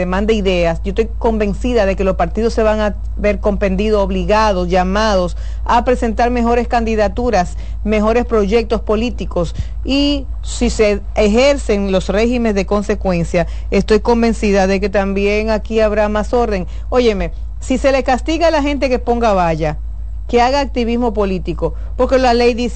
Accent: Dominican Republic; Todavía nosotros como dominicanos no le damos el real valor que tiene el voto

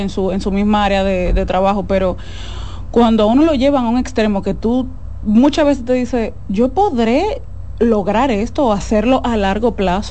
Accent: Dominican Republic; A mí me hubiese encantado hacer teatro musical en mi país.

